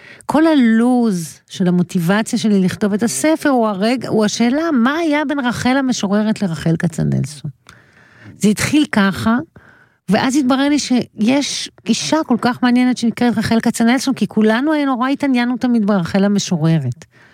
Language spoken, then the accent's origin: Hebrew; Ayelet HaShahar, Northern District, Israel; איילת השחר, קיבוץ, אנחנו שתינו בנות קיבוץ איילת השחר